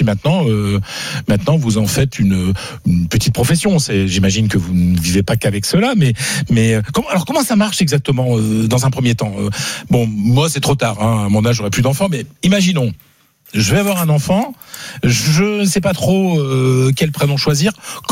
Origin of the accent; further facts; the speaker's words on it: France; je suis français, moi, monsieur